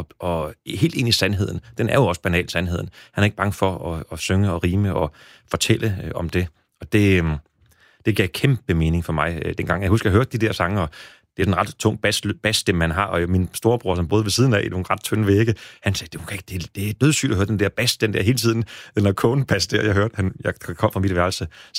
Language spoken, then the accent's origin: Danish; Næstved, Zealand, Denmark; Jamen det, der jeg var blevet konfirmeret, købte jeg et brugt stereoanlæg der hjemme på Kildemarksvej i Næstved.